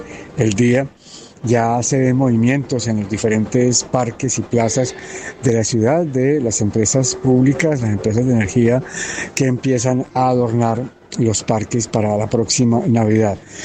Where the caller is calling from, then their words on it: Pereira, Risaralda, Colombia; Saludo cordialísimo desde la tierra cafetera, desde Pereira.